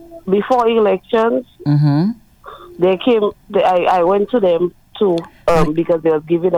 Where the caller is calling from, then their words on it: St. Lucia; I'm from Roseville, South Street.